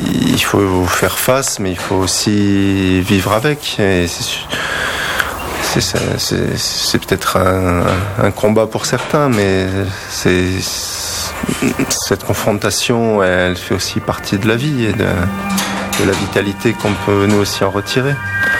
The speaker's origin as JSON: {"language": "French", "region": "Provence-Alpes-Côte d'Azur", "country": "France", "tie": "born or raised there", "moved": "yes", "lives_now": "Ariège, France", "said": "j'ai grandi dans la forêt sans aucun voisin. Donc, je suis originaire de la Provence. Et bon, j'ai grandi dans la forêt"}